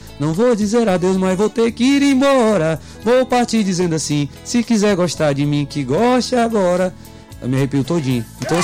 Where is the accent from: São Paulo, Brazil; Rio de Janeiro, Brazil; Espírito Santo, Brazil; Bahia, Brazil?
Rio de Janeiro, Brazil; todos nós somos cariocas, né?